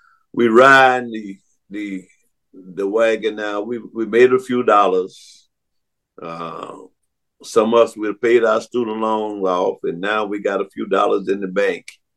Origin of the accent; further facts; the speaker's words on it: Florida, United States; when I was growing up in Florida